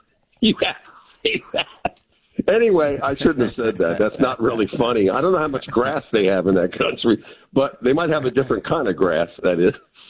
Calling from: United States; from Montgomery County

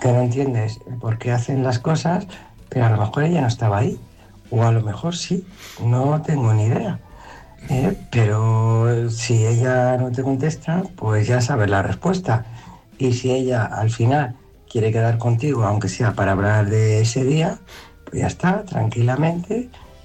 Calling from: Madrid, Community of Madrid, Spain; de Madrid.

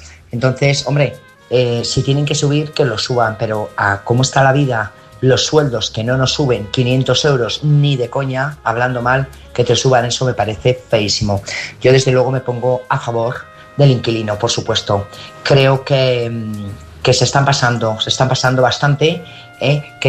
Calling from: Burgos, Castile and León, Spain; Buenas noches … corresponsal de Burgos.

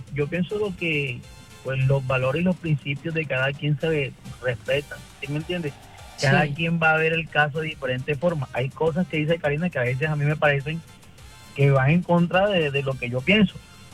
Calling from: Barranquilla, Atlántico, Colombia; me llamo de Barranquilla, Barranquilla Atlántico.

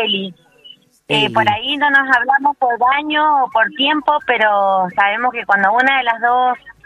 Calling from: Rivadavia, Mendoza, Argentina; de Rivadavia.

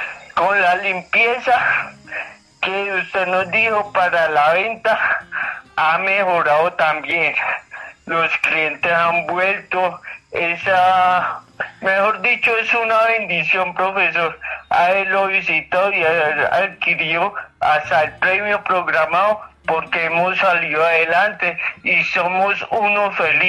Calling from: Bogotá, Colombia; De aquí, el barrio Álamos.

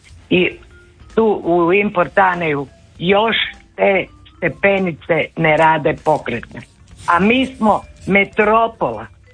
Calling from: Zagreb, City of Zagreb, Croatia; Ja sam iz Novog Zagreba.

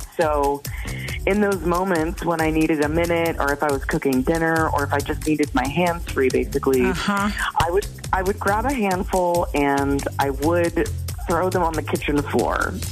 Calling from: Monona, Wisconsin, United States; I'm from Monona.

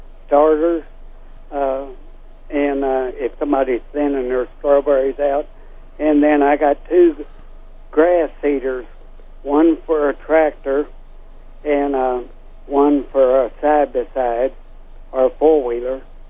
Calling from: Miami, Missouri, United States

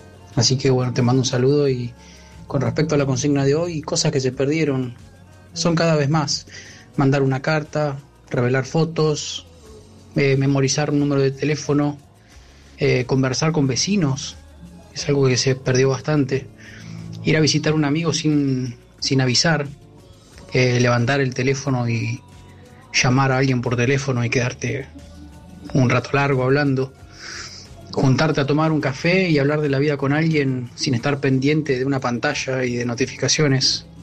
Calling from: Buenos Aires, Argentina; de Microcentro.

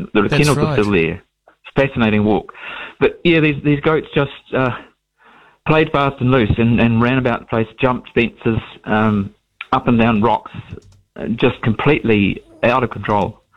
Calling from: Dunedin, Otago, New Zealand; I'm ringing from Wakari in Dunedin.

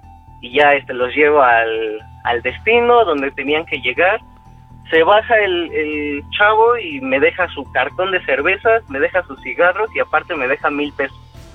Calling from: Mexico City, Mexico; De aquí, de la Ciudad de México.

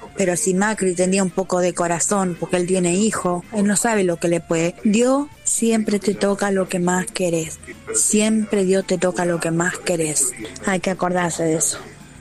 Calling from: San Cristóbal, Argentina; de San Cristóbal.

